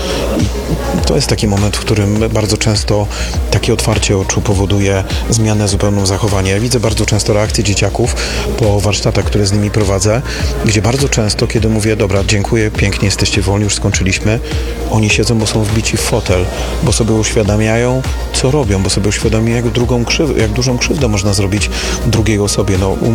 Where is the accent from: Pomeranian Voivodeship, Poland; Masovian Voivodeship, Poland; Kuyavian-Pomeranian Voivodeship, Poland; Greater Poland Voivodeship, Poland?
Masovian Voivodeship, Poland; Radom; mem z mojego rodzinnego miasta, mem chytrej baby z Radomia